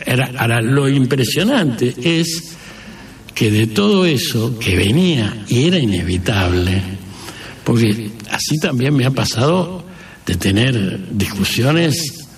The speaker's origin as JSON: {"language": "Spanish", "region": "Buenos Aires", "country": "Argentina", "tie": "born or raised there", "said": "Yo soy nací en Villa Crespo, me crié toda la vida en Villa Crespo"}